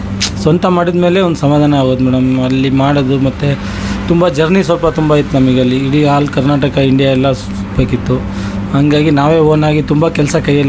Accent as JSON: {"language": "Kannada", "town": "Savalanga", "region": "Karnataka", "country": "India", "tie": "born or raised there", "lives_now": "Shivamogga, India", "said": "ನಾವು ಹುಟ್ಟಿದ್ ಬೆಳೆದಿದ್ದೆಲ್ಲ ಇಲ್ಲಿ ಸೌಳಂಗ ನ್ಯಾಮತಿ ತಾಲೂಕಲ್ಲಿ ಸೌಳಂಗದಲ್ಲಿ ಕೊರ್ತಾಳು ಮೇಡಮ್ ಊರ ಹೆಸರು ಅಲ್ಲಿ ಹುಟ್ಟು ಬೆಳೆದಿದ್ದು"}